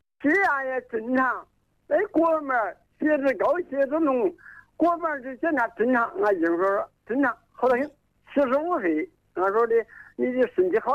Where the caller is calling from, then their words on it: Zhongxiang, Hubei, China; 我是中乡市南湖六桥山的